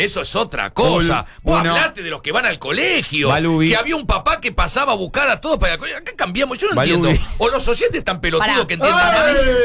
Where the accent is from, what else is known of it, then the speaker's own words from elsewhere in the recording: Burzaco, Buenos Aires Province, Argentina; Bursaco en los 90, sí. Yo soy de Bursaco.